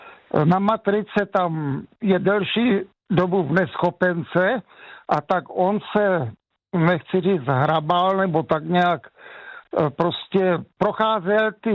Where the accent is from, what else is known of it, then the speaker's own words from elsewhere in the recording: Náklo, Olomouc Region, Czechia; now in Šternberk, Czech Republic; kdy jsem se odstěhoval z Nákla, jako z té vesnice do Štemberka, než jsme postavili dům